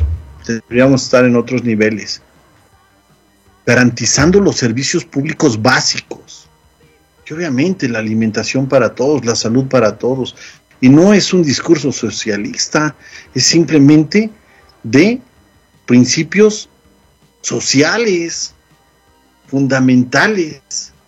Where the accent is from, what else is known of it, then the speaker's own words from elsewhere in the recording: Morelos, Mexico; yo soy de Morelos, ¿no?